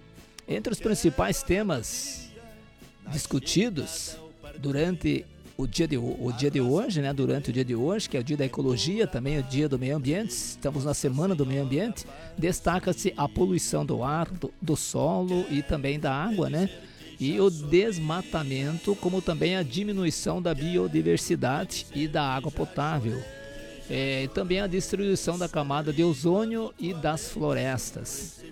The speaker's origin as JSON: {"language": "Portuguese", "country": "Brazil", "said": "somos brasileiros."}